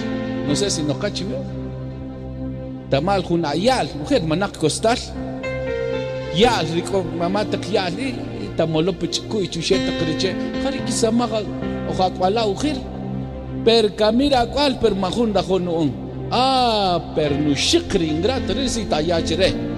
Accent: Quetzaltenango, Guatemala; Yo crecí en Shela, 10 en Jnab, Shinequetzaltenango. Caja 10 en Jnab, Shinequetzaltenango.

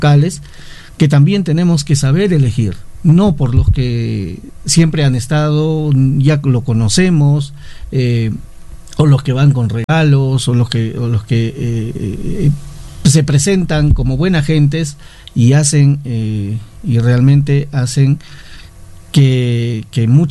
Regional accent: Peru; juntarnos como peruanos

